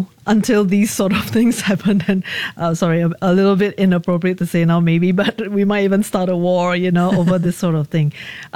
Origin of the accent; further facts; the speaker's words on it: Malaysia; I feel like as a Malaysian writer